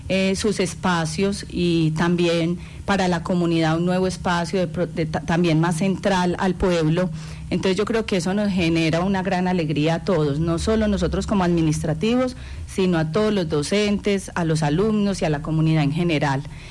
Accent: Guarne, Antioquia, Colombia; also born or lived in Medellín; no nací en Guarne, pero vivo en Guarne, pues he vivido en Guarne prácticamente toda mi vida. Hice aquí mi bachillerato, mi primaria, la universidad, pues sí me fui para Medellín y regresé pues a Guarne. Entonces soy guarneña.

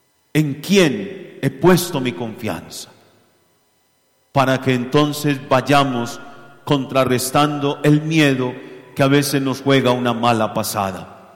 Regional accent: Colombia

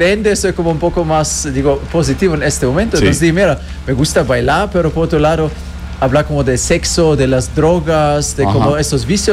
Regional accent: Germany; Spanish is a second language; now in Colombia; Yo soy alemán, pero estoy acá también.

